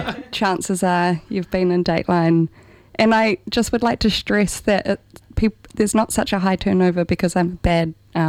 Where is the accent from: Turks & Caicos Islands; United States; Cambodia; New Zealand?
New Zealand; Hamilton, Waikato; also born or lived in Auckland / Hawke's Bay; now in Wellington, New Zealand; I grew up in Hamilton.